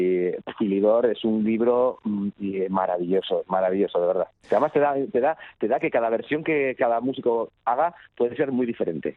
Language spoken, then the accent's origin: Spanish; Basque Country, Spain; yo soy del País Vasco y entonces la música tradicional de aquí, del País Vasco y del Pirineo, para nosotros tiene una importancia muy grande